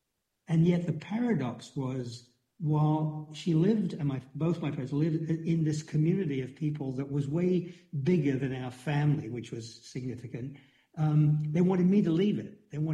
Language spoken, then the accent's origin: English; London, United Kingdom; I grew up in the East End of London, before it was a posh neighborhood, pretty run down. And my parents had a candy store, a sweet shop